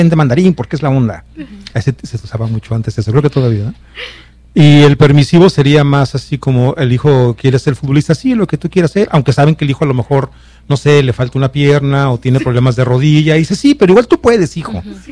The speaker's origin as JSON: {"language": "Spanish", "town": "Guadalajara", "region": "Jalisco", "country": "Mexico", "said": "Se nota que soy de Guadalajara."}